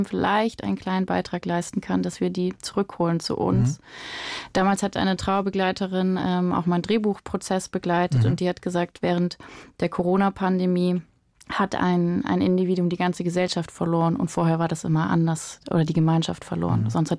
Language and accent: German; Erkelenz, North Rhine-Westphalia, Germany; Erkelenz ist meine Heimatstadt